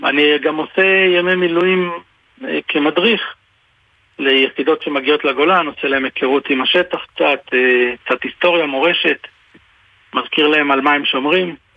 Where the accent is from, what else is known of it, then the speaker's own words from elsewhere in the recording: Ne'ot Golan, Northern District, Israel; אבל אני גדלתי פה, אז זה גם לא כזה פייר.